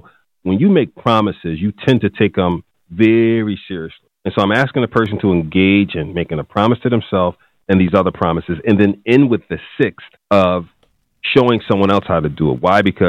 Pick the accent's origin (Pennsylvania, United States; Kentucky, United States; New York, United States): Pennsylvania, United States; Philadelphia; Well, you know, North Philly was tough back then.